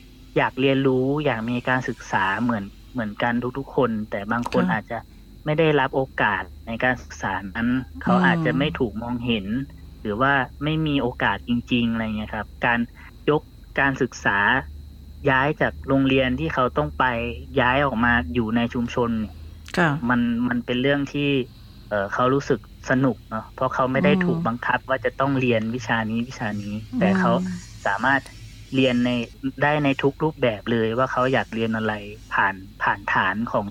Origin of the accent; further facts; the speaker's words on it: Bangkok, Thailand; ผมเนี่ยเป็นคนกรุงเทพคนเดียวเนาะ